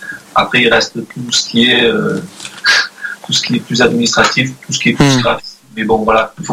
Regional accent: Marseille, Provence-Alpes-Côte d'Azur, France; On est natif du Sud, donc oui. Donc moi, j'ai tout le temps été dans le Sud

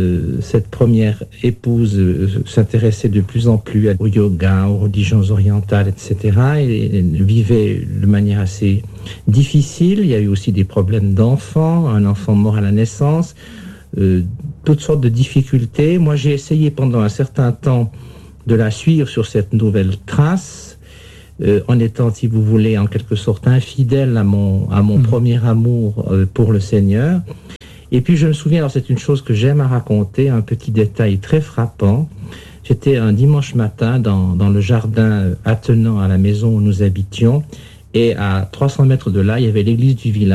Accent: Yverdon-les-Bains, Vaud, Switzerland; born there; j'ai 57 ans. Je suis né à Yverdon, une petite localité au bord du lac de Neuchâtel, en Suisse romande.

